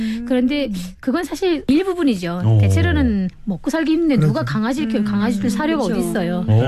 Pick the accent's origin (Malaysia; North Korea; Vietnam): North Korea; now in South Korea; 저도 북한에 고향을 둔